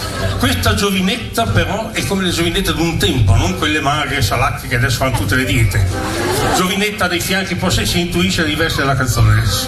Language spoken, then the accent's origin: Italian; Modena, Emilia-Romagna, Italy; Posso io modenese, come sono?